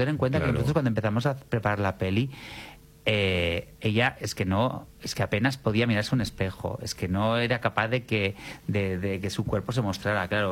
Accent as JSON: {"language": "Spanish", "town": "Pamplona", "region": "Navarre", "country": "Spain", "tie": "born or raised there", "moved": "yes", "lives_now": "Madrid, Spain"}